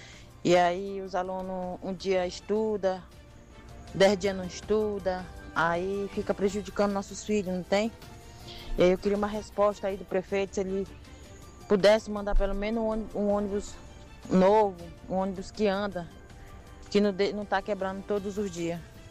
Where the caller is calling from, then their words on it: Mucajaí, Roraima, Brazil; Eu sou daqui da Vila Samaúma, vicinal 6.